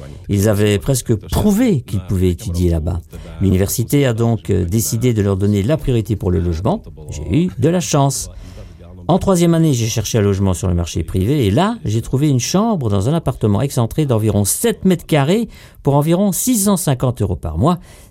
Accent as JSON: {"language": "French", "town": "Bratislava", "region": "Bratislava Region", "country": "Slovakia", "tie": "born or raised there", "second_language": "French"}